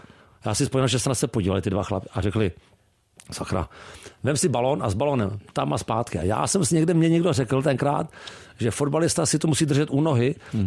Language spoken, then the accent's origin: Czech; Prague, Czechia; born or raised there